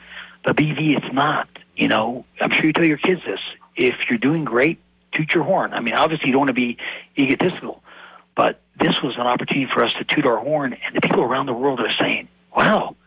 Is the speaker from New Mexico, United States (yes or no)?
yes; New Mexico, United States; moved away; you are the foreign exchange student from New Mexico.